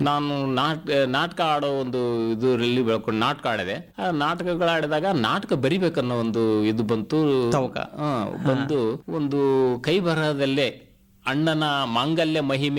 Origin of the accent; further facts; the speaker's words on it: Jegarkal, Karnataka, India; also born or lived in Shivapura, Vadagera taluk, Yadgir district; ನಾನು 4 ವರ್ಷದವನಿದ್ದಾಗ ತಾಯಿ ತವರ ಮನೆ ಎಣ್ಣಜ್ಜ ತೊಗೊಂಬಂದು ಇಟ್ಕೊಂಡು ನನಗೆ ಇಲ್ಲೇ ಜಿಗರ್ಕಲ್ ಗ್ರಾಮದಲ್ಲೇ ಸ್ಕೂಲ್ಗೆ ಹೆಸರಚ್ಚಿ